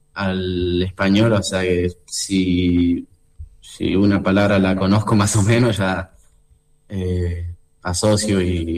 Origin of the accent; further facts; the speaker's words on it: Argentina; moved away as an adult; now in Parma, Italy; Tener muchos argentinos te ayuda porque, bueno, la adaptación es mucho más fácil.